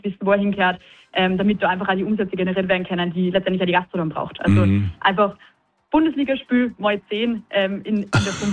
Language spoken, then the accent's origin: German; Salzburg, Austria; Aber natürlich auch bei mir als Salzburgerin ist es mega cool, dass so ein Spiel dann trotzdem als erstes UEFA-Clubfinale in der Stadt zu sehen.